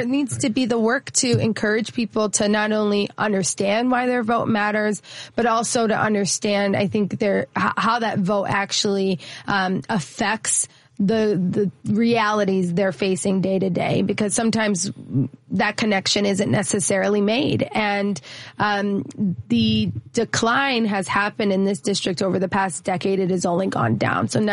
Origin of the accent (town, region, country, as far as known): Chicago, Illinois, United States; born or raised there